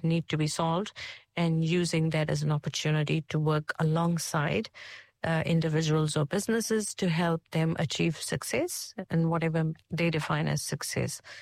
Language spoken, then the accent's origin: English; India; And when for me, when I came from India